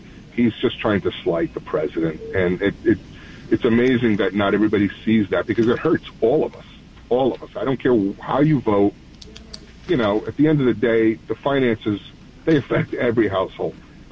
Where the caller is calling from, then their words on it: New York, United States; John, I'm a New Yorker like you